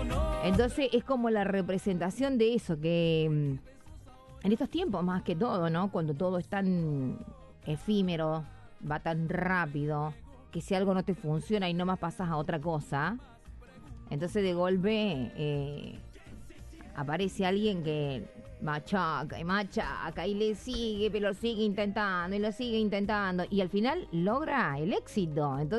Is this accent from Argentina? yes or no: yes; Argentina